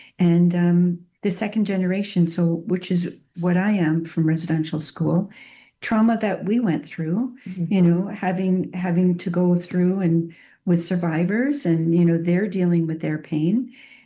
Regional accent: Alberta, Canada; but we're from Alberta

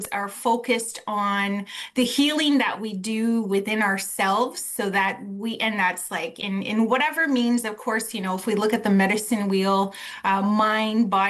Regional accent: Saskatchewan, Canada; I'm a Cree lady from up north. And my late dad was German, though, but I was always status and connected to Canoe Lake Cree Nation. So, and I was raised in Cree communities.

